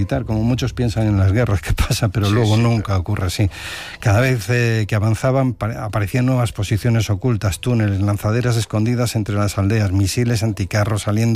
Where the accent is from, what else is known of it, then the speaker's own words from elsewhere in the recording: Galicia, Spain; que soy gallego, me recordaba mucho la época del Prestige en mi querida Galicia.